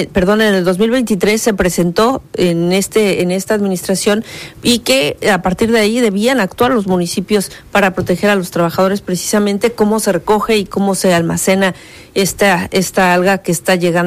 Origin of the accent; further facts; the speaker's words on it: Mexico; Y yo, como mexicano, ojalá no me tope con uno de esos parásitos